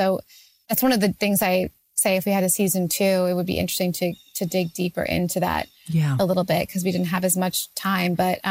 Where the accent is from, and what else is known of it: Canada